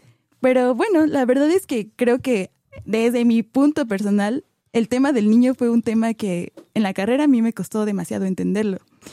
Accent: Mexico

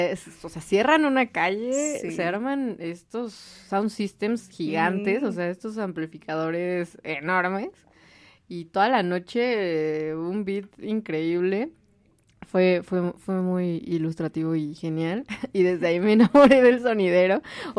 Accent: Tlalnepantla, State of Mexico, Mexico; also born or lived in Naucalpan; Yo también soy del Estado de México, de Tlalnepantla, York.

